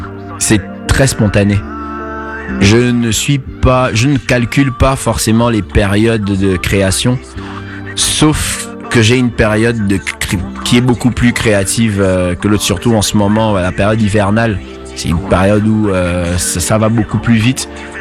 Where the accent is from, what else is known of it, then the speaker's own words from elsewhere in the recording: Gabon; moved away; Moi, quand j'ai quitté le Gabon, je voulais absolument parler anglais. Or, on me disait déjà va en France, tout ça. Tu reviens du Gabon, tu parles français.